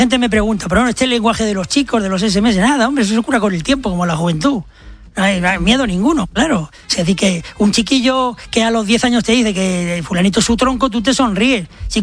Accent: Lorca, Region of Murcia, Spain; A mí también me gusta, cuando vengo de Lorca muchas veces digo mese

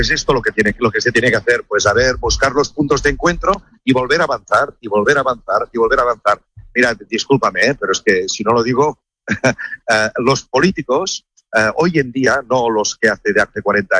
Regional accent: Catalonia, Spain; O sea, aquí los trenes, yo que soy de Cataluña, me funcionan mejor en Marruecos que en Cataluña.

